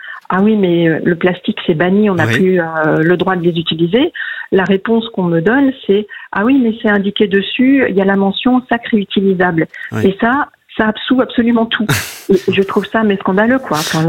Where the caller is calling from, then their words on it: Colmar, Grand Est, France; Je suis à Colmar.